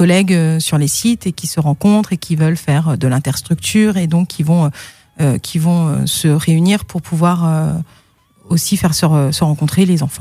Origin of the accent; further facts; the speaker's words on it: Rennes, Brittany, France; Moi, je suis rennaise, je suis implantée à Rennes